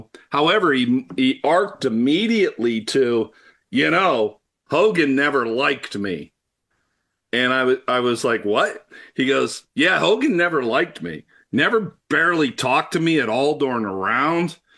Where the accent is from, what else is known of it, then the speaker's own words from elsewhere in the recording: Latrobe, Pennsylvania, United States; It's funny, as you know, Fred, I grew up in Latrobe, interviewed Mr. Palmer many times